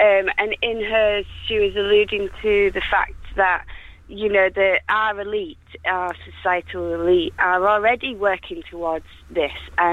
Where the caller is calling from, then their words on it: Yorkshire and the Humber, United Kingdom; I'm from Yorkshire